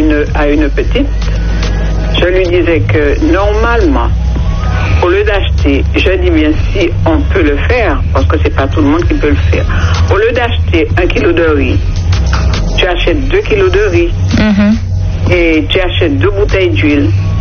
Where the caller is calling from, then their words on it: Rivière-Pilote, Martinique; Moi, j'habite à Rivière-Pilote.